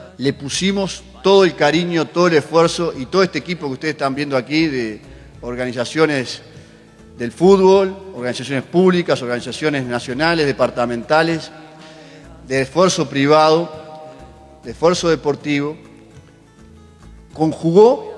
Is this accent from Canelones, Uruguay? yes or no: yes; Canelones, Uruguay; Somos uruguayos, pero somos canarios, y para nosotros eso también es fuente de orgullo